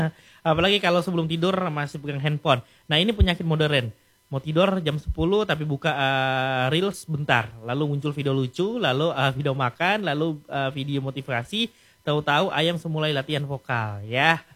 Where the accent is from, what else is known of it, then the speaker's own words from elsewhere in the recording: Sulawesi, Indonesia; Kita orang Sulawesi